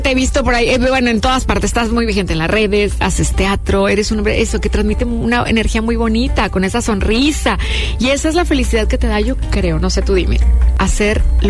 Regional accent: Monterrey, Nuevo León, Mexico; desde mi tierra, desde Monterrey. Digo desde mi tierra porque, bueno, estamos haciendo este programa desde Monterrey

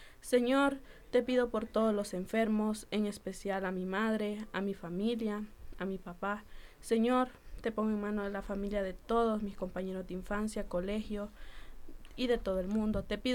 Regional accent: La Venta, Francisco Morazán, Honduras; soy de la Venta Francisco Morazán, pertenezco a la parroquia Nuestra Señora del Rosario Sabana Grande.

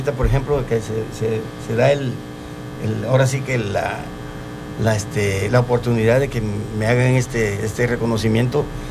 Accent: Tabasco, Mexico; en mi pueblo, en Acajuca

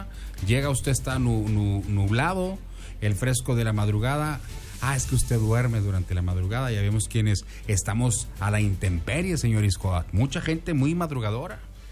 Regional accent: Mexico; now in Delicias, Mexico; algo importantísimo para nosotros como mexicanos

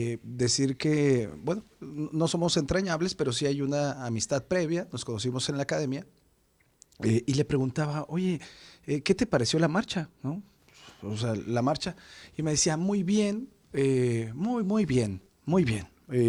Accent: Ciudad Juárez, Chihuahua, Mexico; me dice, ¿de dónde eres? De Ciudad Juárez.

